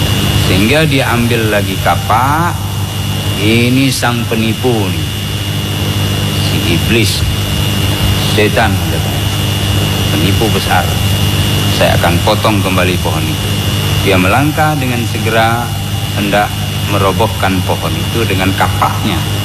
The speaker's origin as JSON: {"language": "Indonesian", "region": "Aceh", "country": "Indonesia", "said": "dipok-pok bahasa kita orang Aceh, tertidur istri."}